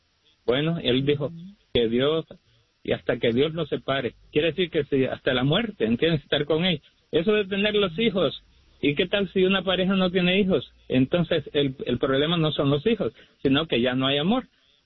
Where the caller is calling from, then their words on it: Phoenix, Arizona, United States; lo estoy llamando de aquí de Phoenix, Arizona.